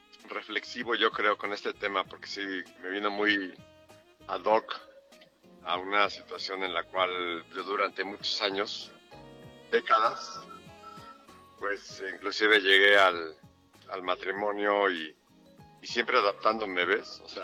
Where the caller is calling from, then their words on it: Mexico City, Mexico; Aquí de la Ciudad de México.